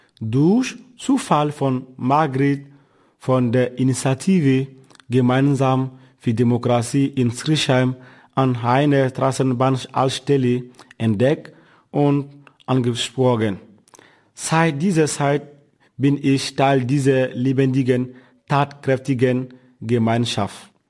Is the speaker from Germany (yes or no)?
no; Côte d’Ivoire; In jedem Fall will ich mein erworbenes Wissen für mein Heimatland Elfenbeinküste einsetzen. Ich konnte mir vorstellen, ein Brückenbauer zwischen Deutschland und der Elfenbeinküste zu sein.